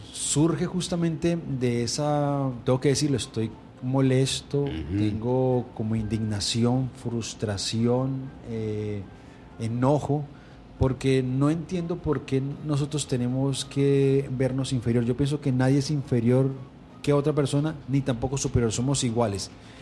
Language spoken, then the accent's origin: Spanish; Inírida, Guainía, Colombia; Yo soy de Inírida, Guainía